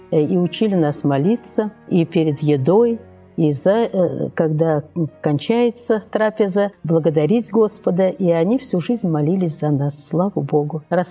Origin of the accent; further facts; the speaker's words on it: Nizhny Novgorod, Nizhny Novgorod Oblast, Russia; born there; Я родилась в Нижнем Новгороде. Мне уже 72 года.